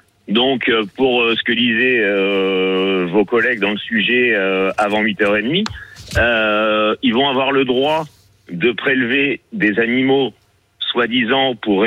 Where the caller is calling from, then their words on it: Nouvelle-Aquitaine, France; moi je suis en Charente-Maritime, d'accord. Donc nous, on est juste à ras de la mer